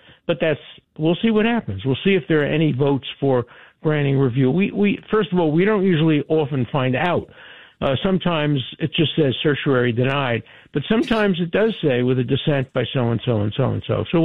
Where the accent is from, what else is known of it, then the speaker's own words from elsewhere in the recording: New York City, New York, United States; where I was born in Williamsburg. I was born probably in a house, a three-family house on U Street.